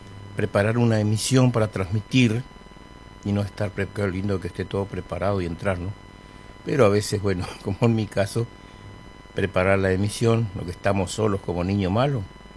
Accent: Chaco, Argentina; moved away; En la provincia, en mi pueblo, en el Chaco

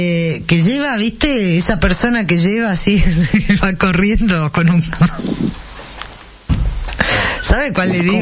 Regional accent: Argentina

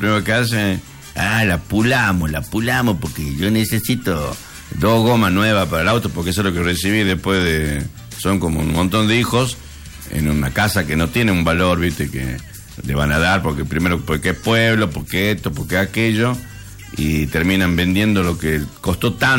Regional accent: Campo Santo, Salta, Argentina; moved away as an adult; now in Salta, Argentina; yo me vine hace muchísimos años de mi pueblo ya. Tengo más años vivido en Capital que los que tengo de haber vivido en mi pueblo. Yo me vine a los 20 años exactamente a Salta Capital

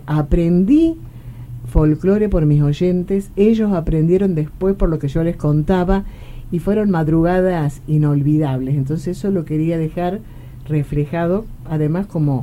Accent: Tucumán, Argentina; porque somos tucumanos, ¿o no?

